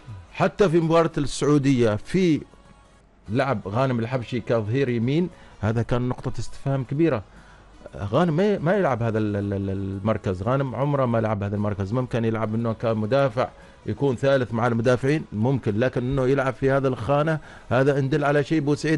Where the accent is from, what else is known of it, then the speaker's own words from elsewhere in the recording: Oman; بالنسبة للعمانيين هي البطولة اللي نوعا ما تعمل فرحة للجمهور